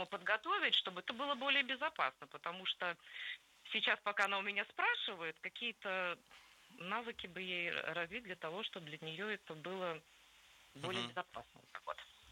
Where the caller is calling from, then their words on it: Moscow, Russia; Мы живем в Москве